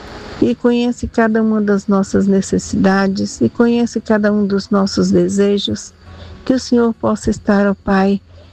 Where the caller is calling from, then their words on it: Rondônia, Brazil; sou da Igreja Presbiteriana, aqui no estado de Rondônia.